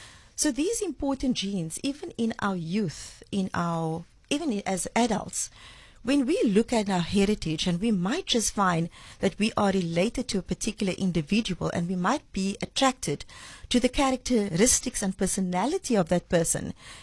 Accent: Cape Town, Western Cape, South Africa; we are Cape Townian, we are South African, we live in this beautiful, diverse city and country, and it's called the Rainbow Nation.

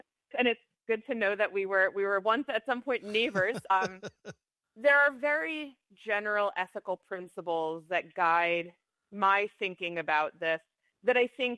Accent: United States; I grew up in the United States.

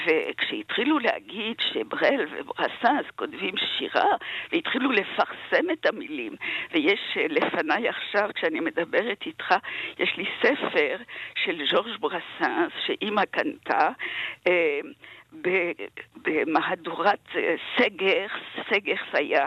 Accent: France; now in Israel; אני פשוט הייתי צרפתיה, אני עדיין, אבל נולדתי באווירה הזאת של השירה הקלאסית ושל שירי טרובדורים

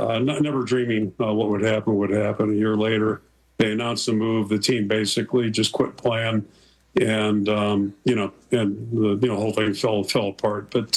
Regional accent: Pittsburgh, Pennsylvania, United States; moved away as an adult; Yeah, I didn't know much about the Big Ten when I got here in 1981, growing up in Pittsburgh.

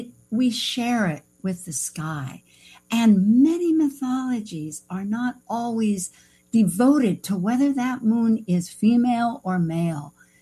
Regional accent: San Francisco, California, United States; born there; also born or lived in US West Coast; I was born in San Francisco, but I lived all up and down the West Coast and I traveled other places.

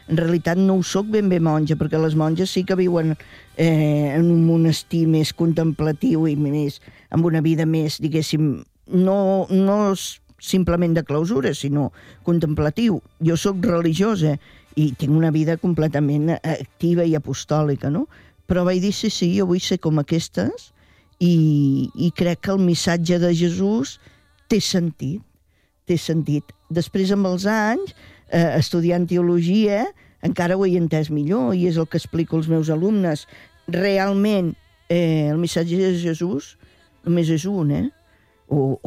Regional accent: Reus, Catalonia, Spain

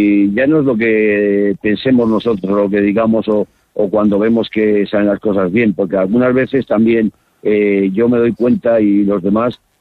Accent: San Esteban de Gormaz, Castile and León, Spain; yo soy de San Esteban

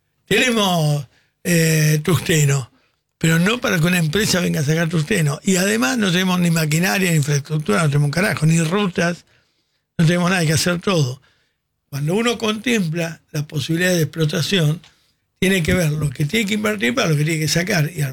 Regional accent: Argentina; que sería una falta de respeto que alguien me diga, como el gobierno, que soy un mal argentino.

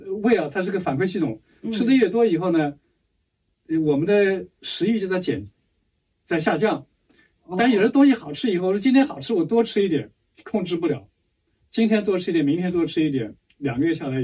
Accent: China; 特别我们中国人吃东西讲究

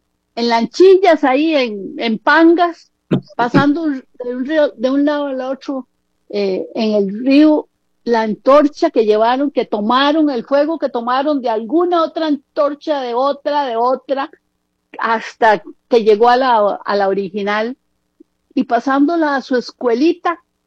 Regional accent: Costa Rica; reconozcámonos que somos costarricenses

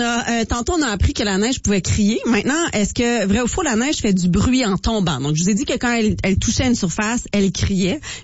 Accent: Val-d'Or, Quebec, Canada; Val-d'Or, chez nous en Abitibi, a reçu sa première petite neige de la saison

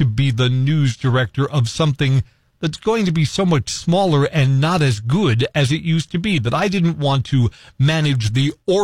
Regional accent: Fairfield, Connecticut, United States; also born or lived in Brooklyn; home in Fairfield, Connecticut. That's the place that my family moved to when I was in middle school. We moved from Brooklyn to Fairfield.

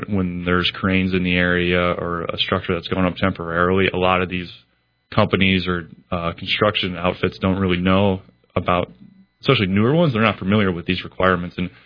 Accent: Wixom, Michigan, United States; Yeah, actually, it's funny you say Milford. I'm from Wixom. So that's right next door.

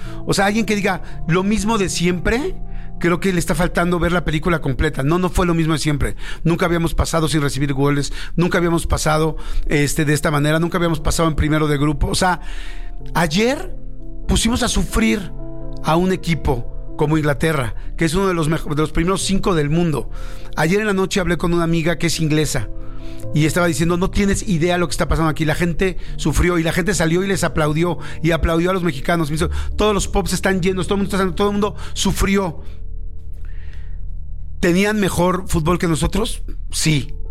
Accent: Mexico; Seguías poniendo la playera porque somos mexicanos y porque estamos ahí hasta el final

